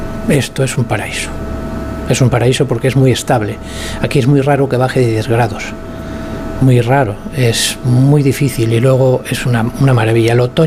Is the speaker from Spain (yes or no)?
yes; Mondoñedo, Galicia, Spain; Pues nosotros somos de Mondoñedo, a un pueblecito de aquí, pero...